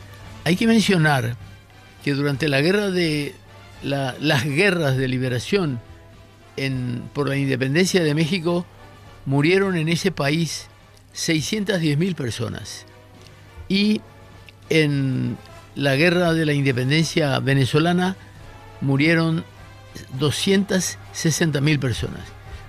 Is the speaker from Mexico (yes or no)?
no; Paraguay; quiénes somos los paraguayos